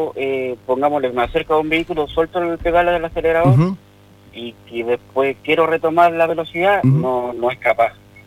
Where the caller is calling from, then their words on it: Pozo Almonte, Tarapacá, Chile; Porque yo soy de acá de José Almonte.